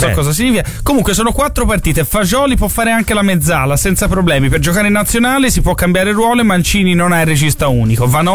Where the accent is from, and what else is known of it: Florence, Tuscany, Italy; born or raised there